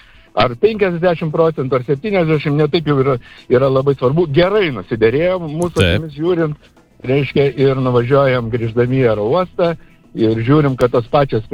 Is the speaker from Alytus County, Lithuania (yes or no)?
no; Kaunas, Kaunas County, Lithuania; Iš Kauno.